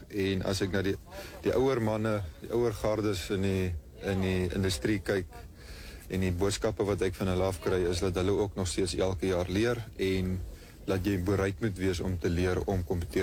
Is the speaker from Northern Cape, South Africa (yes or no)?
yes; Northern Cape, South Africa; moved away as an adult; now in Western Cape, South Africa; So ek is oorspronklik van die Noord-Kaap. Die winters hier vir my is maar baie swaar, omdat het so koud en nat is. Daarbo is het meer woestynklimaat, waar het bietjie weer meer droër is. Maar ook koud in die winter, maar warm in die somer.